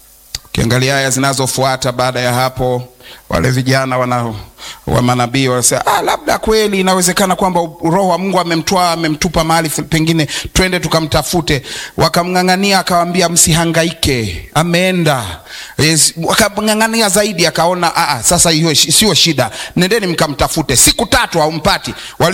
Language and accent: Swahili; Mara, Tanzania; born there; mimi ni mzaliwa wa Mara.